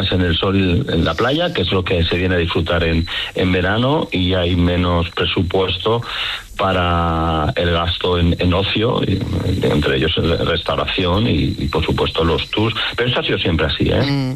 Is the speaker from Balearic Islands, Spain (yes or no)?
yes; Balearic Islands, Spain; A ver, yo soy mallorquín, entiendo muy bien lo que está pasando en las islas.